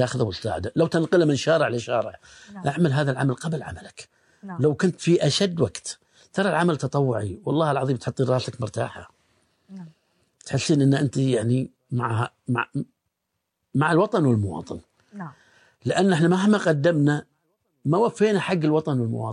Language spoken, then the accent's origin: Arabic; Bahrain; احنا عندنا في البحرين نذكر ثنتين